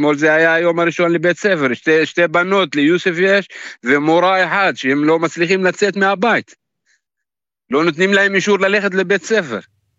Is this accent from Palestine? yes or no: yes; Qusra, West Bank, Palestine; Hebrew is a second language; אנחנו כבר מ-7 לאוקטובר, הכפר שלנו סגור, יש שער, הכניסה לכפר היא סגורה